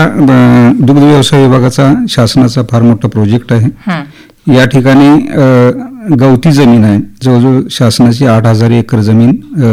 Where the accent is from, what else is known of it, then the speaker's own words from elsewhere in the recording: Sangli district, Maharashtra, India; also born or lived in Kolhapur; मी माझं जन्मगाव बेडक, तालुका मिरज, जिल्हा सांगली. येथेच माझं प्राथमिक शिक्षण, माध्यमिक शिक्षण झालं.